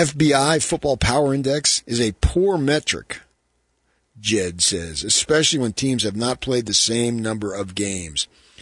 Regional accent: New Jersey, United States; Born and raised in New Jersey, I was a devout Utah football fan.

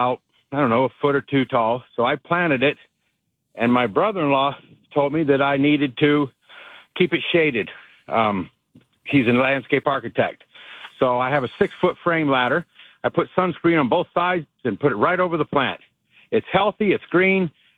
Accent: Louisiana, United States; now in East Mesa, United States; I'm from Louisiana originally

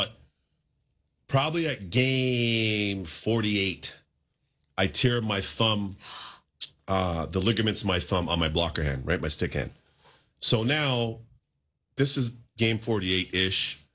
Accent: Toronto, Ontario, Canada; growing up in Toronto

